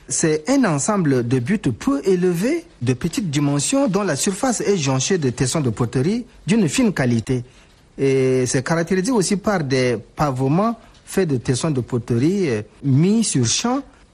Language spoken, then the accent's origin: French; Chad; moi, en tant qu'homme de science et en tant que Tchadien, je lui demande d'arrêter de détruire les sites Sao.